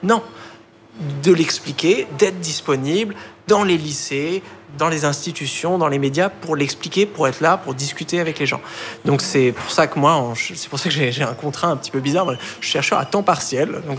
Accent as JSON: {"language": "French", "town": "Bailly", "region": "Île-de-France", "country": "France", "tie": "born or raised there", "said": "Oui, ça s'appelle Bailly, c'est un petit village hein, de quelques milliers d'habitants, c'est quand même la campagne, hein, c'est coincé entre les plaines de Versailles, dont un grand domaine agricole, et la forêt de Marly."}